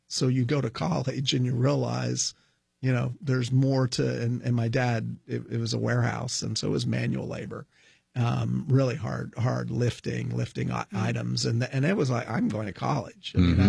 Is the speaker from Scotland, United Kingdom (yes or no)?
yes; Scotland, United Kingdom; I'm not going to defend the French. I'm Scottish. I just declared my allegiance.